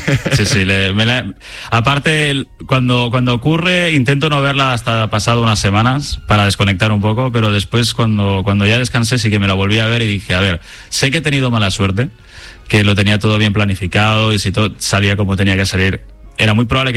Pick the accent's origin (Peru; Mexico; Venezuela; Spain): Spain; Barcelona, Catalonia; Me fui a Madrid unos meses, yo soy de Barcelona